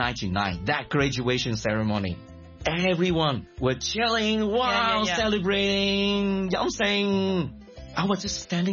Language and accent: English; Cebu, Central Visayas, Philippines; I think, I remember it was in Kuching. I was from Cebu. Have you heard that town before?